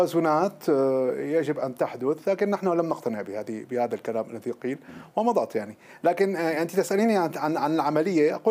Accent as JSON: {"language": "Arabic", "town": "Damascus", "region": "Damascus Governorate", "country": "Syria", "said": "على مستوى مدينتي دمشق وعلى مستوى كل المحافظات"}